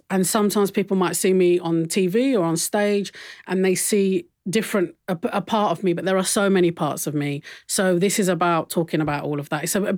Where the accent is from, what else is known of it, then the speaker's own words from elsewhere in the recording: London, United Kingdom; I'm from London